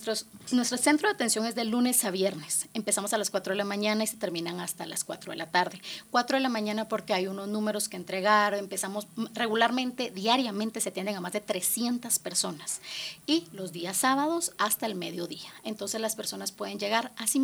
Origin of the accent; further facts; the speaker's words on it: Guatemala; nuestros hermanos guatemaltecos